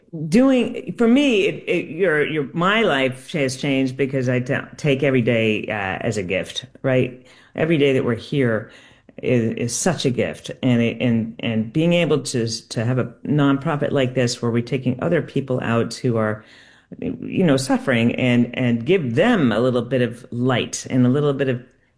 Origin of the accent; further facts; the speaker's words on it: Connecticut, United States; now in Burlington, Vermont, United States; I grew up sailing in Connecticut.